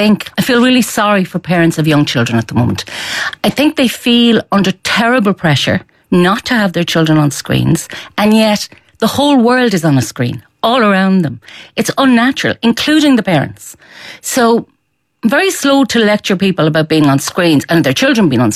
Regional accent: Galway, Connacht, Ireland; growing up in Galway, where we had a lot of street theatre with Mockness and stuff.

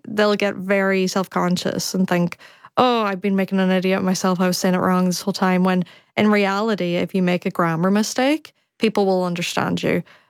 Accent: Ulster, Ireland; But I naturally would use it, especially where I grew up in Donegal. We say be or bees, which bees really gets to people.

